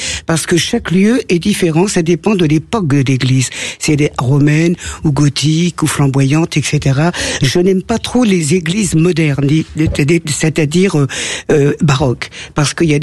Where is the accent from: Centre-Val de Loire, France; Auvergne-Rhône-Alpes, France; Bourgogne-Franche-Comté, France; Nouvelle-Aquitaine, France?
Auvergne-Rhône-Alpes, France; dans mon village natal. Oui, à côté du lac.